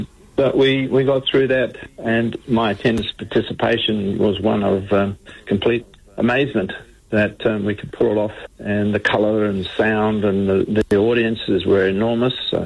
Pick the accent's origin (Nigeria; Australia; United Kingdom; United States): Australia; Western Australia; down our way. My mother was my grandmother was a Woods